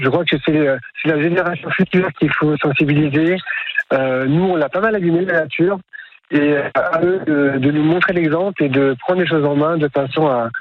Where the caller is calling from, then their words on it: Peyrehorade, Nouvelle-Aquitaine, France; je suis à Peyrorade, au bord des Gaves